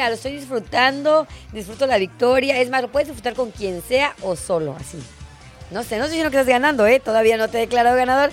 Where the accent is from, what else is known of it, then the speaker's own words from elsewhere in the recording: Mexico; eso es lo que debemos disfrutar como mexicanos.